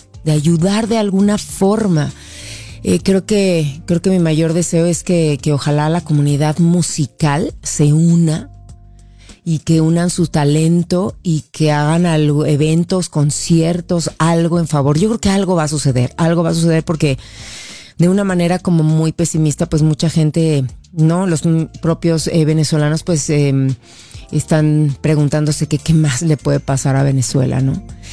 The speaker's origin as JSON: {"language": "Spanish", "country": "Mexico", "said": "Y nosotros, como mexicanos"}